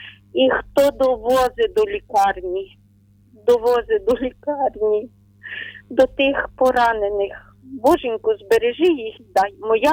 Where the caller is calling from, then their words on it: Ternopil Oblast, Ukraine; Ми з України.